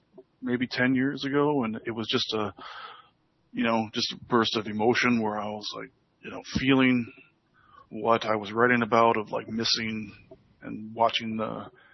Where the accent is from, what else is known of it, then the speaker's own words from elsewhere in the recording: Wisconsin, United States; my friends that I grew up with in Wisconsin